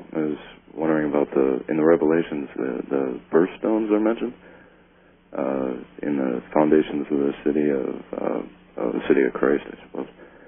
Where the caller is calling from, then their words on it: Oshkosh, Wisconsin, United States; Oshkosh, Wisconsin.